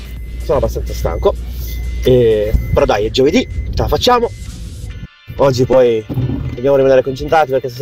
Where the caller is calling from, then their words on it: Cuneo, Piedmont, Italy; da Cuneo.